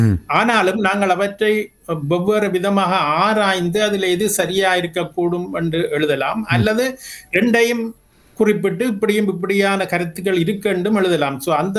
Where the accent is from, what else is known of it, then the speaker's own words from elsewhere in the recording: Jaffna, Northern Province, Sri Lanka; now in Canada; நான் பிறந்து வளர்ந்தது வண்ணார்பண்ணையில். வண்ணார்பண்ணையில் நீங்கள் பார்த்தீங்கன்னு சொன்னால் நிறைய பழங்காலத்து வீடுகள் எல்லாம், அந்த காலத்தில் நிறைய பழங்காலத்து வீடுகள் இருந்தது அந்த ஏரியாவில்.